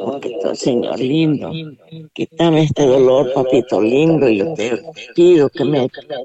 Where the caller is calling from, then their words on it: San Lorenzo, Valle, Honduras; De San Lorenzo Valle.